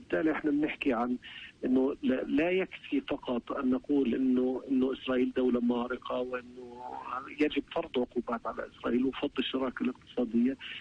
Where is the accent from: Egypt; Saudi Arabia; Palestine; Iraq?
Palestine; مطروح علينا كفلسطينيين أيضا